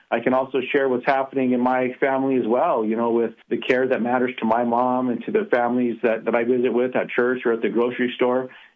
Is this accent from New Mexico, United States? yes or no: yes; New Mexico, United States; Look, I'm very proud to be born and raised in New Mexico.